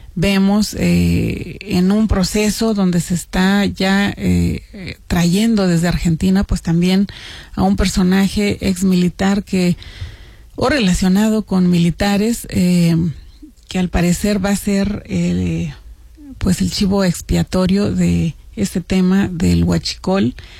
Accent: Mexico

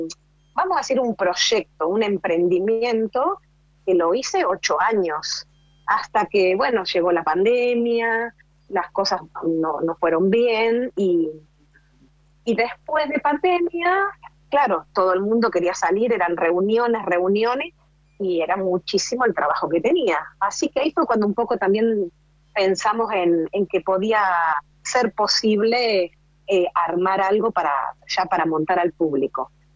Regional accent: Zárate, Buenos Aires Province, Argentina; moved away as an adult; now in Luxembourg; yo soy de ahí, de Zárate, ahí tengo mi familia, mis hermanos, mi papá no, pero mi mamá sí, muchos amigos

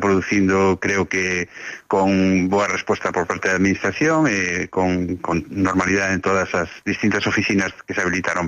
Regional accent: Galicia, Spain; en el caso de Galega, que fuimos una comunidad eminentemente migrante hasta ahora

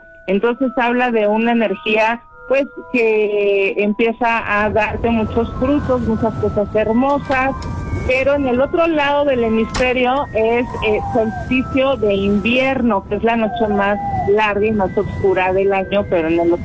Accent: Mexico; nos ponemos la camiseta porque así somos los mexicanos.

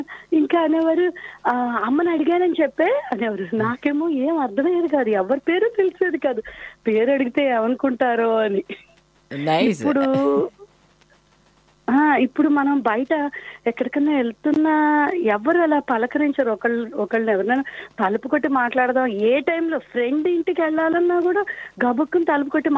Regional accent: Vijayawada, Andhra Pradesh, India; born or raised there

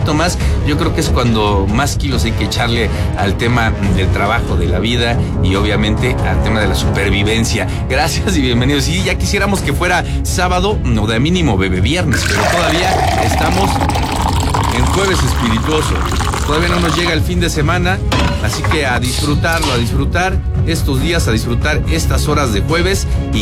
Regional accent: Mexico

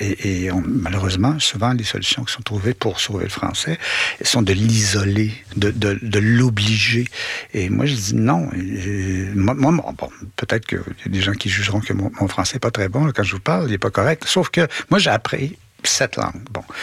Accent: Quebec, Canada; montrer en tant que Québécois ce que les mots veulent dire

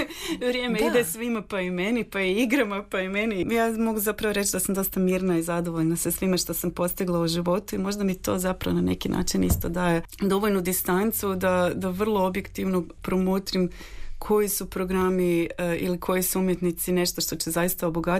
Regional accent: Dubrovnik, Dubrovnik-Neretva County, Croatia; born there

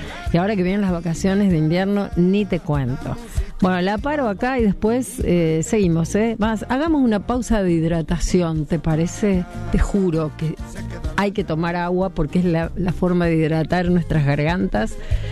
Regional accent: San Juan, Argentina; de San Juan. Estamos de vacaciones en Carlos Paz.

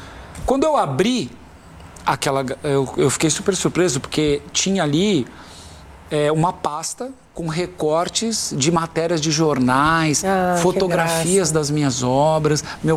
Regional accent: São Paulo, Brazil; Sem a cidade de São Paulo, sem a periferia onde eu nasci

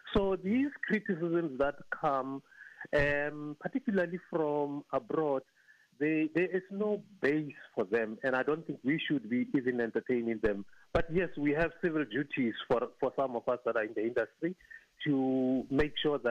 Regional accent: South Africa

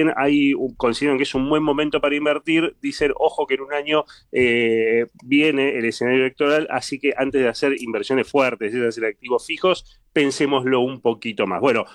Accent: Argentina; fíjate cómo somos los argentinos

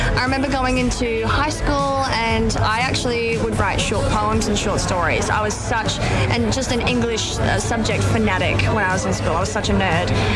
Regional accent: Australia; artists that have come from Australia that you wouldn't even know. I mean, you see people like coming from my hometown … you know, someone like that just taking the world by storm with country.

